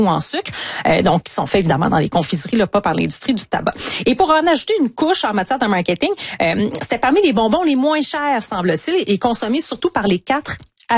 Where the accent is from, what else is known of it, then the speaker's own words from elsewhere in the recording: Canada; chez nous au Canada